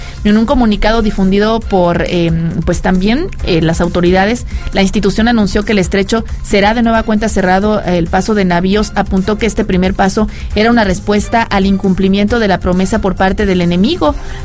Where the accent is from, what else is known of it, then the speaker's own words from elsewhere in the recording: Mexico; hoy como mexicanos somos un ejemplo, además de tener esta hermandad y de brindar y dar la bienvenida a todos los extranjeros